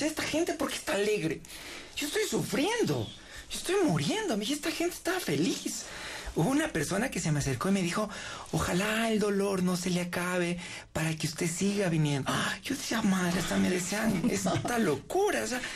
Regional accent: Loja, Ecuador; now in Quito, Ecuador; Después de mi ciudad, yo soy de Loja, vine acá a Quito

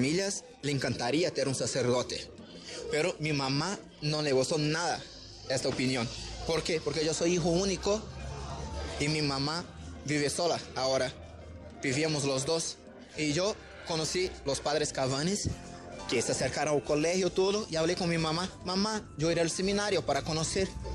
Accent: Paraná, Brazil; moved away; Yo soy natural de Brasil, del estado de Paraná.

